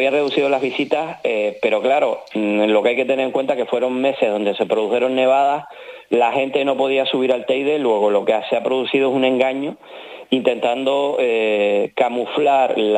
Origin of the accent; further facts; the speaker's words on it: Tenerife, Canary Islands, Spain; A mí como tinerfeño eso me avergüenza